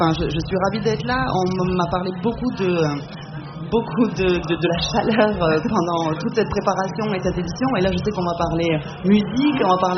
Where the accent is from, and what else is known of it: South-West France, France; now in La Rochelle, France